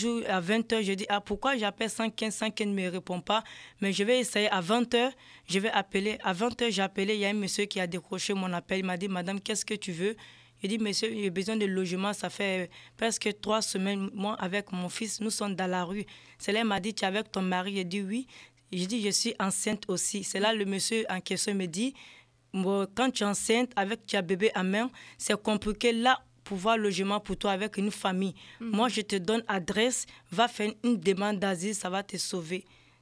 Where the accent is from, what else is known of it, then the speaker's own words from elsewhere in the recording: Côte d’Ivoire; moved away as an adult; now in France; Je suis ivoirien, 100%. Mm-hmm. Donc, je viens de Côte d'Ivoire. Je suis arrivée en France ici en 2023. 2023, je suis passée en Italie pour venir en France ici.